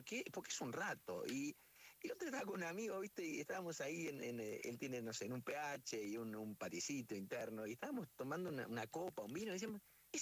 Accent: Córdoba, Argentina; born there; No nací en Rafaela.

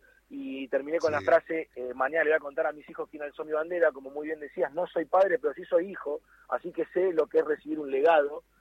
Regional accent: Caseros, Buenos Aires Province, Argentina; Yo no soy de Banfield, yo soy de Boca, soy de Casero

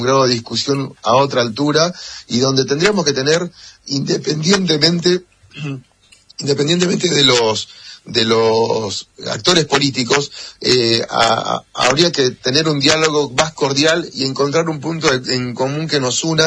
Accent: Argentina; al menos te lo dice alguien que viene de la provincia de Santa

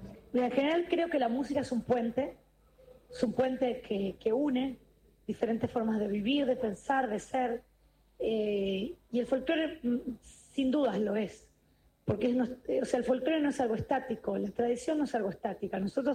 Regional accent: Santa Fe, Argentina; Yo soy santafesina y para mí haberme criado escuchando … es como decir, es parte de lo que a mí me representa.

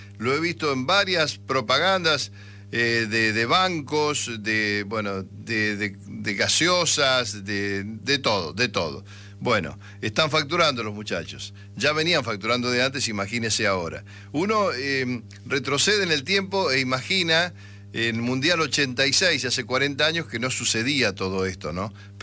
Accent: 25 de Mayo, Buenos Aires Province, Argentina; Valentín, que es oriundo de mi pueblo, de 25 de mayo.

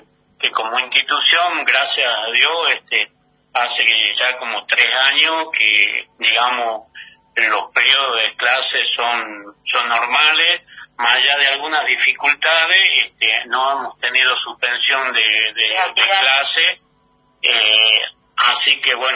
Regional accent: Salta, Argentina; moved away as an adult; now in Chubut, Argentina; Yo soy de Salta y estoy como inserto en la comunidad aborigen wichí.

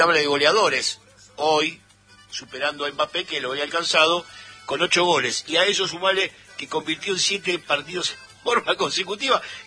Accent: Argentina; Ahora, somos Argentina contra todo el mundo.

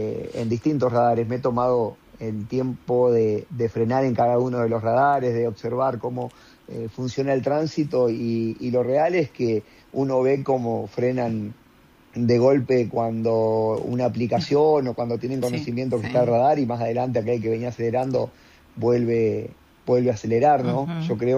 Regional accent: Concordia, Entre Ríos, Argentina; yo soy de Concordia

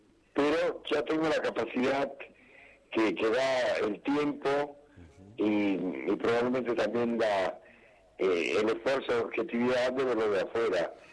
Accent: Caballito, Buenos Aires, Argentina; also born or lived in Villa Crespo; ya del barrio de Caballito, que era el barrio donde yo vivía en mi adolescencia.

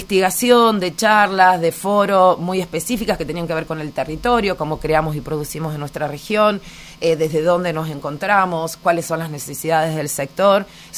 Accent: Rosario, Santa Fe, Argentina; born there; moved away as an adult; now in Bariloche, Argentina; yo llegué a Bariloche por primera vez, soy rosarina, vivo, uh-huh. o sea, ya soy barilochense, pero nací en Rosario, estoy acá hace 15 años, pero la primera vez que vine fue en el 2004

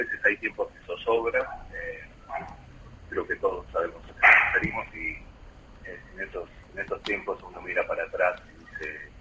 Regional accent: La Rioja, Argentina; por ser riojano, y esa ventaja que tenemos los riojanos cuando somos fuera de la Rioja, de ser pocos, ¿no? Que andamos ahí fuera de nuestro terruño.

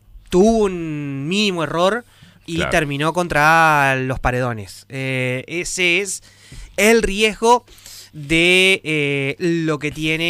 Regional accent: Argentina; nosotros como argentinos

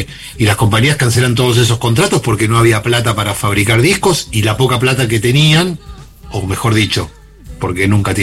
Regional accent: Rosario, Santa Fe, Argentina; Yo soy de Rosario

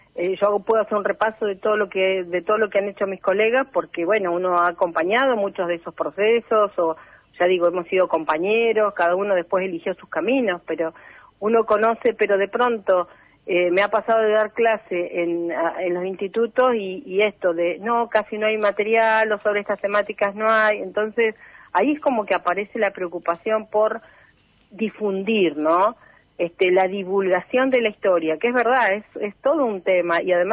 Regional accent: Patagonia, Argentina; estas de que somos patagónicos y que si somos un país federal tenemos voz y voto

